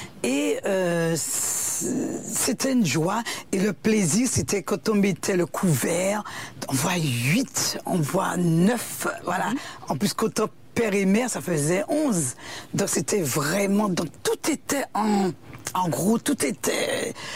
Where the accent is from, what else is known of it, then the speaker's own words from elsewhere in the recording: Le Vauclin, Martinique; j'ai grandi dans la commune du Vauclin, dans un quartier qui s'appelle Baie des Mulets. Mm-hmm. Nous habitons au bord de la mer